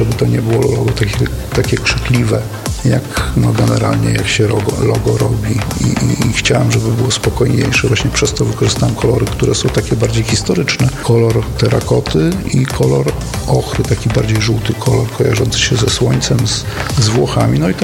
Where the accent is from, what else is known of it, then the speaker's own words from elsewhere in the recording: Zamość, Lublin Voivodeship, Poland; Jestem z Zamościa. To jest, mimo że mieszkam poza Zamościem większość życia, ale to jest miasto moje, w którym się urodziłem, jestem związany